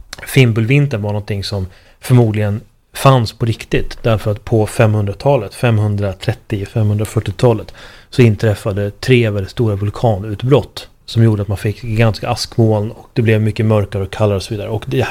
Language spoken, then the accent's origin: Swedish; Sweden; Jag har varit med mig ibland att utlänningar har frågat mig då, för att jag är svensk